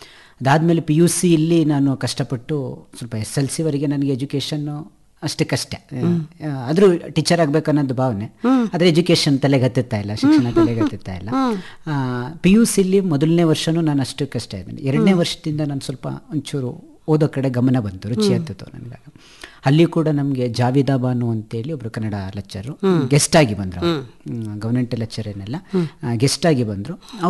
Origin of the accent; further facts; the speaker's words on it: Santebachahalli, Karnataka, India; ಸಂತೆಬಚ್ಚರ್ಲಿ ನನ್ನ ಊರು.